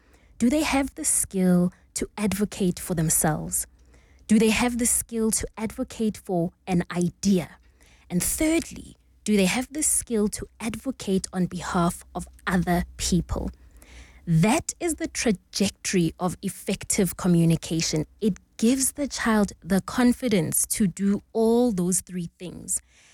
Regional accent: Tembisa, Gauteng, South Africa; I'm from Tembisa, so I know the challenges that those young learners are grappling with English not being their first language.

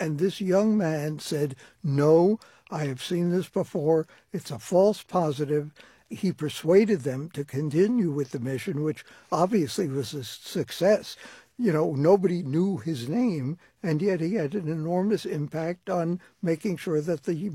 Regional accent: Brooklyn, New York, United States; born or raised there

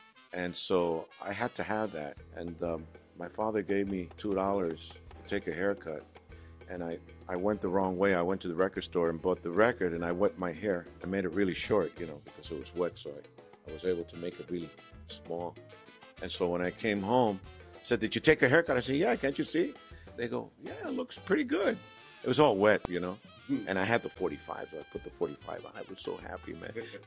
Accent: New York City, New York, United States; Yeah, I grew up in the Bronx when I was a kid, and growing up there was really tough in my days.

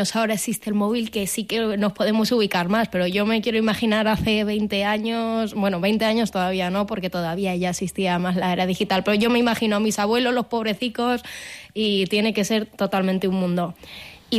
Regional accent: Cuenca, Castilla-La Mancha, Spain; yo que soy de aquí, de Cuenca, y he crecido aquí toda la vida

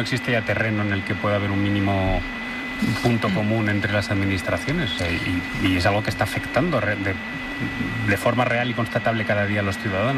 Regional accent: Valencian Community, Spain; yo recuerdo, soy valenciano, recuerdo en La Dana

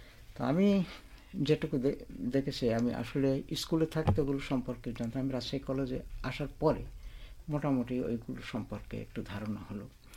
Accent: Chuadanga District, Khulna Division, Bangladesh; moved away as an adult; also born or lived in Rajshahi; now in Brisbane, Australia; আমি ব্রিসবেনে আছি 1990 সাল থেকে। আমি আমার জন্মস্থান চুয়াডাঙ্গা জেলায়, আমার পড়াশোনা চুয়াডাঙ্গা জেলার একটা হাই স্কুল দর্শনাতে

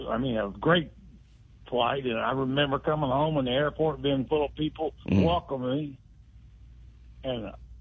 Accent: Verdon, Illinois, United States; I grew up in Verdon, Illinois.

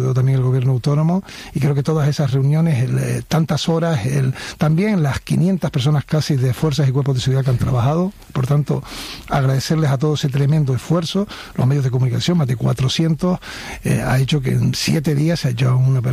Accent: Canary Islands, Spain; Soy canario y lógicamente entiendo la preocupación, la zozobra, el miedo, también lo he dicho.

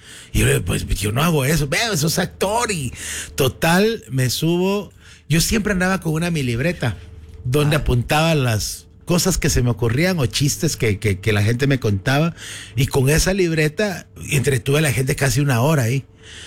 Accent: Zacapa, Guatemala; Tal vez por ser de Zacapa, me ha gustado contar cuentos, chistes, historias.

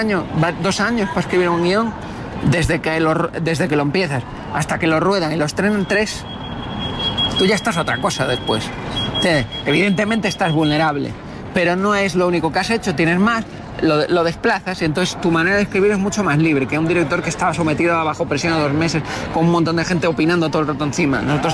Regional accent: Canary Islands, Spain; born there; also born or lived in Galicia

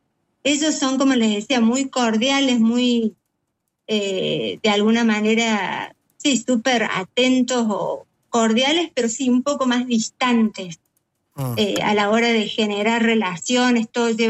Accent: Córdoba, Argentina; moved away as an adult; also born or lived in Villa Allende; now in Switzerland; Somos los cuatro cordobeses, mi marido y mis dos hijos, que nos vinimos, bueno, por trabajo y acá estamos, pero bueno, el corazón sigue obviamente allá y vamos siempre y bueno, culturalmente somos argentinos acá, sí, también.

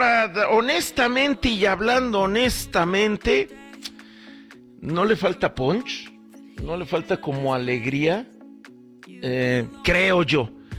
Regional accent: Mexico; estábamos más unidos como mexicanos

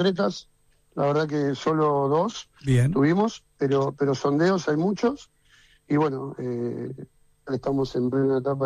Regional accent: Buenos Aires, Argentina; Yo soy, escuchame, Gavilán entre Carranza y Lascano, a la vuelta de la Casa del Diego, imagínate.

